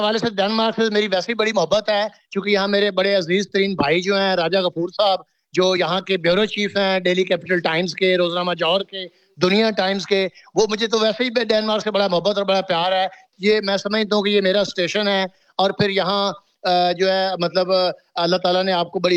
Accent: Punjab, Pakistan; ہم زیادہ لوگ پنجاب کے رہنے والے ہیں میرا خیال ہے

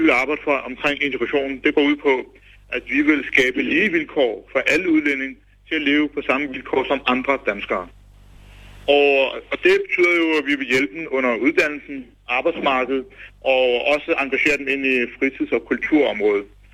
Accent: Høje-Taastrup, Capital Region of Denmark, Denmark; Jeg er pakistansk mand fra Høje-Taastrup Kommune. Jeg er 27 år, uddannet revisor

